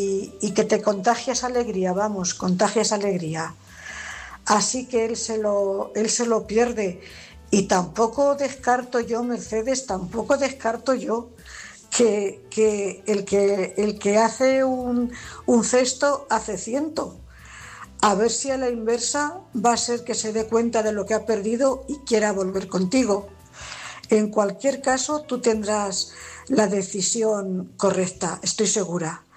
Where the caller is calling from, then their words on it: Cuenca, Castilla-La Mancha, Spain; Buenas noches … corresponsal de Cuenca.